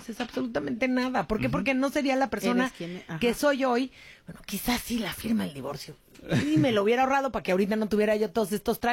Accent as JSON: {"language": "Spanish", "country": "Mexico", "said": "que si españoles, que si indígenas, somos mexicanos, señoras y señores, y basta"}